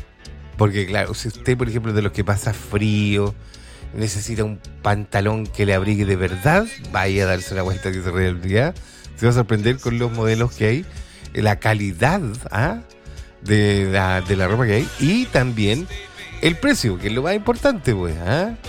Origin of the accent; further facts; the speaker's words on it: Rayenco, Biobío, Chile; born there; cuando éramos pequeños, yo vivía en Rayenco, ¿eh?